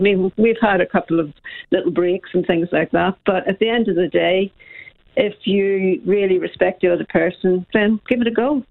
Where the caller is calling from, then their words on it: Ireland; Well, I'm Irish, my husband's English, and I'm Catholic